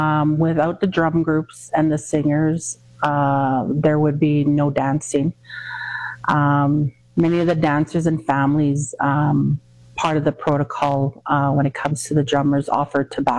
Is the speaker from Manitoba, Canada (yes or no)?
yes; Nelson House, Manitoba, Canada; I come from Treaty 5. My reserve is Nisitchewasik, Nelson House in northern Manitoba.